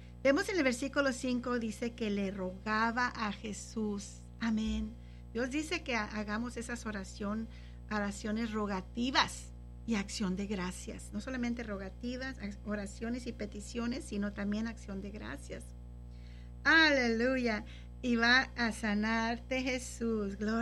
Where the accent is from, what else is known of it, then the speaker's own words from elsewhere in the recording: Elsa, Texas, United States; yo soy allá de Elsa Ed Couch